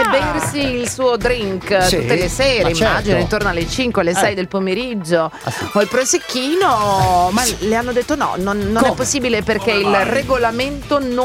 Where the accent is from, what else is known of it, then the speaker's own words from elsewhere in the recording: Milan, Lombardy, Italy; Sono milanese.